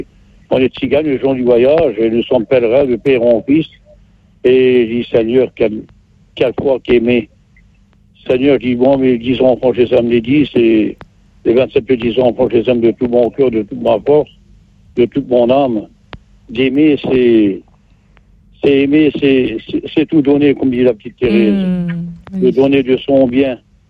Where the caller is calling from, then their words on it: Bourgogne-Franche-Comté, France; je suis en Haute-Saône